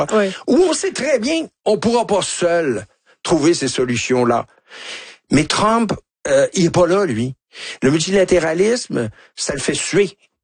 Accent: Canada; Ah ben, oui, parce que regardez là ce qui se passe.

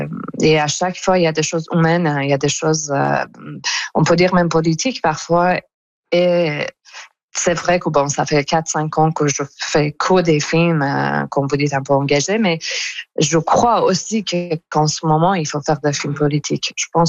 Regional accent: Iran; moved away; comme tous les autres Iraniens, soit en Iran, soit en diaspora, on est tous et toutes en deuil.

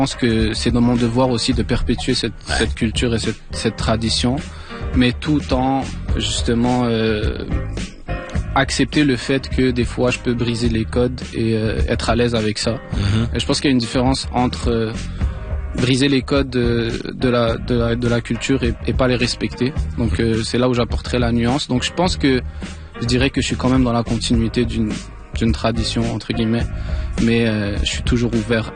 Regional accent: Morocco; Puis, moi je suis marocain, mais … il a des origines algériennes.

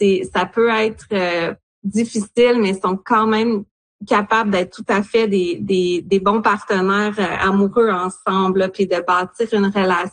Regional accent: Baie-Comeau, Quebec, Canada; moved away as an adult; also born or lived in Sherbrooke, Quebec; now in London, Canada; je suis originaire de la Côte-Nord, de Baie-Comeau sur la Côte-Nord, mais j'ai étudié à l'Université de Sherbrooke et mes parents ont habité longtemps dans les cantons de l'Est. Ma mère est toujours à Sherbrooke.

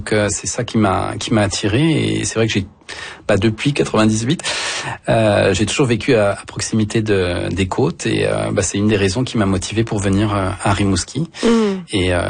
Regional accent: Hauts-de-France, France; Moi, j'ai grandi dans le au nord de Paris, mais c'est en Picardie, en fait.

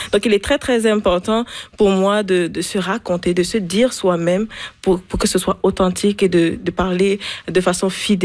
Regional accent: Cameroon; J'étais chez moi au Cameroun et je lisais

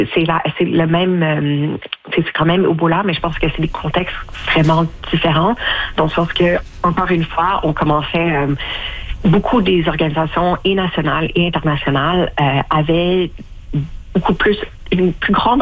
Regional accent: Canada; en tant que Canadienne

